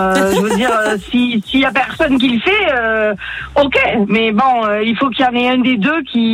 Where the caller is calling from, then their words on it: Saint-Rémy-de-Provence, Provence-Alpes-Côte d'Azur, France; Alors je suis à Saint-Rémy-de-Provence, pour être exact.